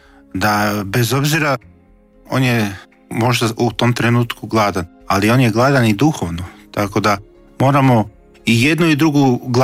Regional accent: Croatia; pogotovo kod nas u Hrvatskoj

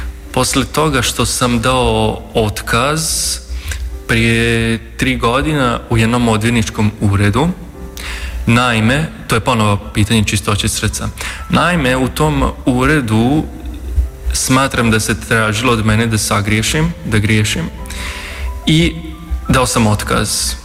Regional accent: Vojvodina, Serbia; now in Croatia; ja sam Mađar iz Vojvodine.

